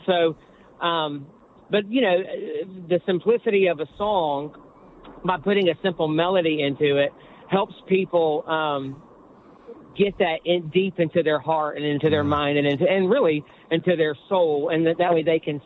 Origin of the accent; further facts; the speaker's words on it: Georgia, United States; I grew up in Georgia, so there were several cigar box guitars around my...